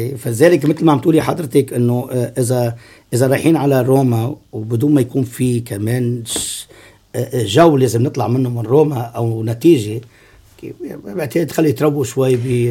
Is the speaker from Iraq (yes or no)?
no; Lebanon; نحن ما بنزعل كلبنانيين